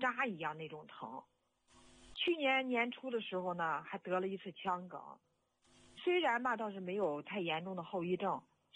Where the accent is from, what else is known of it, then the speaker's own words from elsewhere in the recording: Shijiazhuang, Hebei, China; 我是石家庄的一名退休老师。